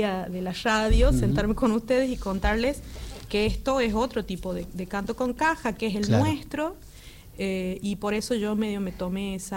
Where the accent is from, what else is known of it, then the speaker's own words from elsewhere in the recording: Catamarca, Argentina; No, mi pueblo queda medio lejos del cerro. Ah. Es un pueblo del Bajo.